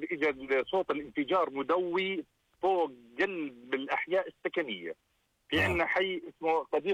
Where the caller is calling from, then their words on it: Aqaba, Aqaba Governorate, Jordan; عندنا في العقبة.